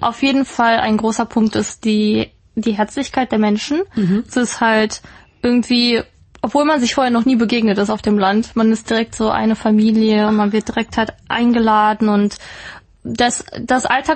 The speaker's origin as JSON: {"language": "German", "country": "Germany", "lives_now": "South Korea", "said": "ich komme aus Deutschland. Ich lebe schon seit 4-5 Jahren in Korea"}